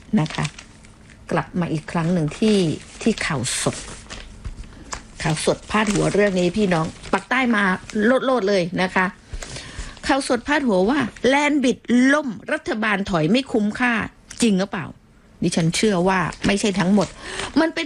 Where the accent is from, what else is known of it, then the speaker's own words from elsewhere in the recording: Southern Thailand, Thailand; เราเป็นคนใต้นี้นะ